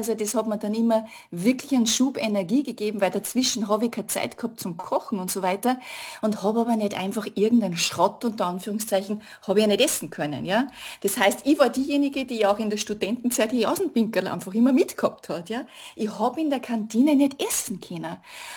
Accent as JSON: {"language": "German", "region": "Lower Austria", "country": "Austria", "also_born_or_lived": "Vienna", "moved": "as an adult", "lives_now": "Salzburg, Austria", "said": "Ich lebe seit 26 Jahren in Salzburg, komme ursprünglich aus dem Mostviertel, also aus Niederösterreich, habe vor 26 Jahren die Wahlheimat Salzburg entdeckt und bin tatsächlich geblieben."}